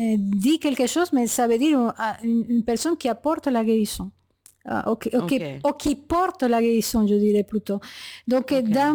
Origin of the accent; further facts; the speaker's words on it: Venezuela; moved away; Et je viens des Indiens guajiros. Du Venezuela.